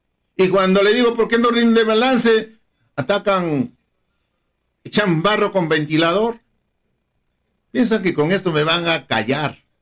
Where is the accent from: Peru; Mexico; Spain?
Peru; Ayacucho; Yo soy parinacochano, soy peruano